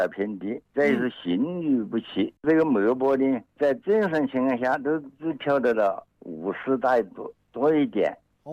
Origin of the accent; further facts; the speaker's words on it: Qianjiang, Hubei, China; 湖北潜江市的